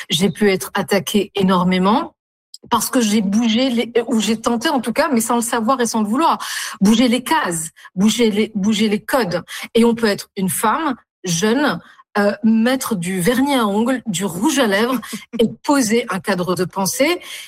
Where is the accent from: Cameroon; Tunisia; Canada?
Tunisia; Tunis, Tunis Governorate; moved away as an adult; now in France; Moi, je suis tunisienne. Je suis née à Tunis. J'ai grandi en Tunisie. C'est mon pays. Puis après, je suis arrivée à 18 ans en France pour mes études supérieures.